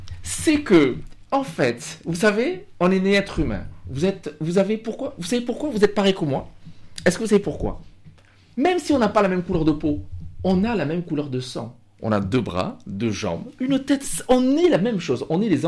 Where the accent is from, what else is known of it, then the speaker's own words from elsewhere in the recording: France; chez nous la France, comme on est français, comme vous et moi, en fait, d'origine diverse